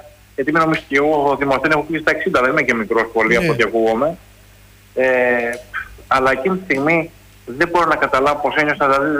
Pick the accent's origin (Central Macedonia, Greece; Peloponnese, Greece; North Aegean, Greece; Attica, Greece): Attica, Greece; Piraeus; Κάτι που με χαροποίησε, γιατί εγώ γεννήθηκα στην Καστέλα. Είμαι από εκεί δηλαδή.